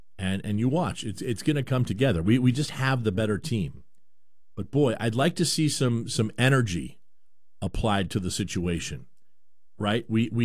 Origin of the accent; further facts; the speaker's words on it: Pacific Northwest, United States; You know, I grew up here in the Northwest. When I returned to Seattle and the Pacific Northwest back in 2015, my first thought was, where's the energy?